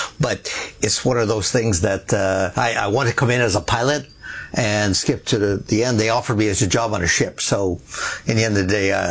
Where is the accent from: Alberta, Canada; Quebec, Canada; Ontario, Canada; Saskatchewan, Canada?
Quebec, Canada; Montreal; born there; also born or lived in Sherbrooke; I actually was born right here in Montreal, at Verdun, actually. But we only lived here a couple years at the time. My father was a manager at Sun Life, so we kind of moved around. We moved to Sherbrooke